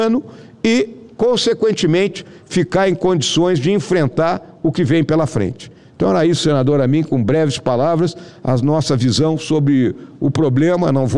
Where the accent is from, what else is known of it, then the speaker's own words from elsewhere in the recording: Rio Grande do Sul, Brazil; tanto lá no meu estado do Rio Grande do Sul e também lá em Santa Catarina